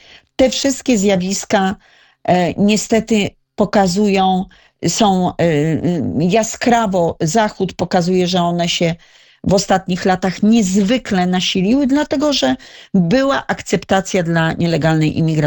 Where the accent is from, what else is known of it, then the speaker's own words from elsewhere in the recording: Radom, Masovian Voivodeship, Poland; Ja tutaj pochodzę z Radomia